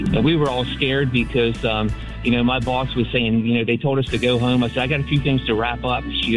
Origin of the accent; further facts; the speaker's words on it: Mercersburg, Pennsylvania, United States; from Mercersburg, Pennsylvania.